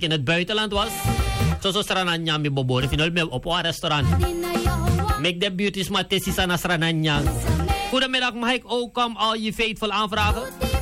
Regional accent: Suriname; En weet je hoe heerlijk wij als Surinamers het hebben, hoor.

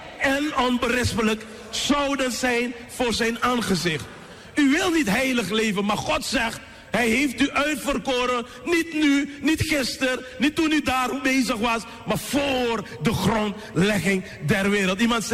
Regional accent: Suriname; En ik als Surinamer tussen die Amerikanen daar

